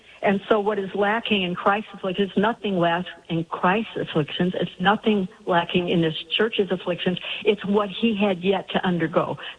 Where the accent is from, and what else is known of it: St. Louis, Missouri, United States; now in Kansas City, United States